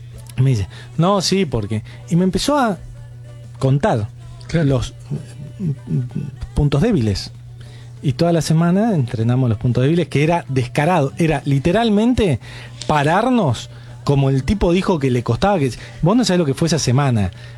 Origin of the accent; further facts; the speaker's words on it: Argentina; Y yo soy argentina.